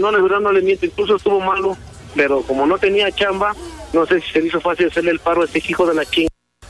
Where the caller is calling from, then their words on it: Pachuca, Hidalgo, Mexico; somos de Pachuca.